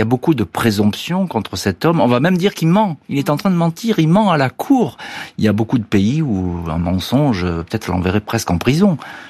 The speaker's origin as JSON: {"language": "French", "country": "France", "said": "chez nous, en France"}